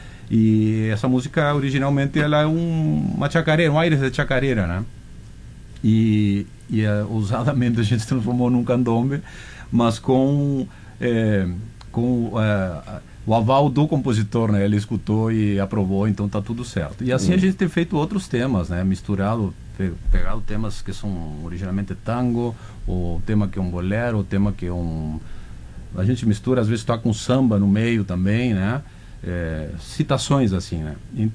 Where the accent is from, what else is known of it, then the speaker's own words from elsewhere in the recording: Uruguay; Eu sou uruguaio e eu botei essa pilha, né, para a gente fazer isso.